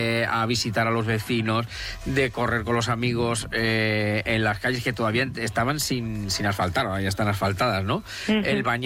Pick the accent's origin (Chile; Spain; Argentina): Spain; Fernán Caballero, Castilla-La Mancha; mi pueblo es Fernán Caballero porque mis padres, con el 70, yo nací en el 76, pues el 75 se fueron a Fernán Caballero, que está a 15 kilómetros de Ciudad Real, y compraron una casita.